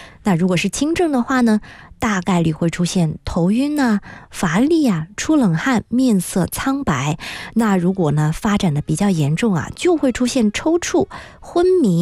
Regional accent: Guangdong, China

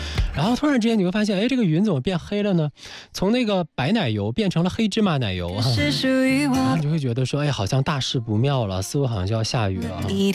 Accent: China

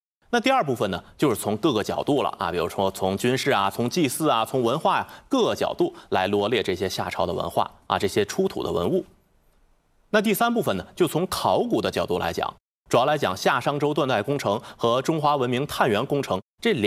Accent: China

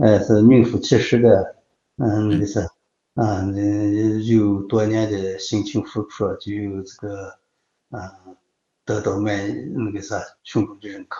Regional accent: Yaozhanzi, China; 我是土生土长的腰站子人，生在这里，长在这个地方，所以我的心愿呢，就是一直想着以后我待的这个家乡要变好

